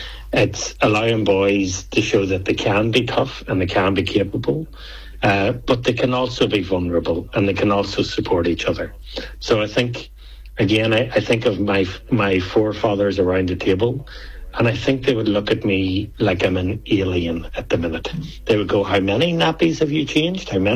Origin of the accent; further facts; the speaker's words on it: Ireland; moved away as an adult; now in Australia; I've lived in Australia for 20 years. I'm Irish, obviously.